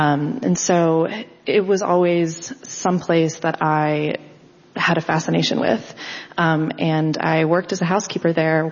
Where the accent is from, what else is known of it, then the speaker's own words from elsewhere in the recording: Warwick, Rhode Island, United States; Yeah, so I'm from Warwick, Rhode Island. Yeah, woo-hoo. And we would go to the beach down like South County